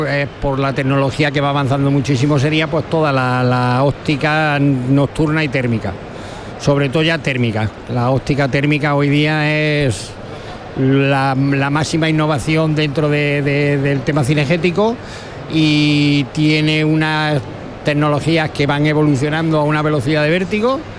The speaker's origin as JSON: {"language": "Spanish", "town": "Úbeda", "region": "Andalusia", "country": "Spain", "said": "De Úbeda, somos de Úbeda."}